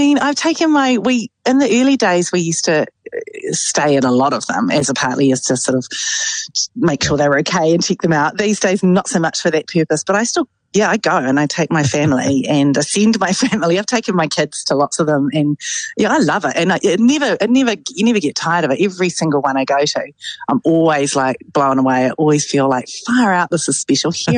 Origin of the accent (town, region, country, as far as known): Tauranga, Bay of Plenty, New Zealand; born or raised there